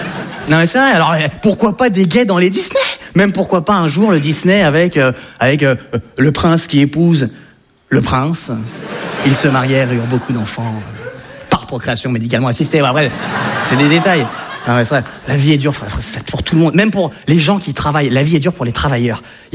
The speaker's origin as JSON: {"language": "French", "country": "France"}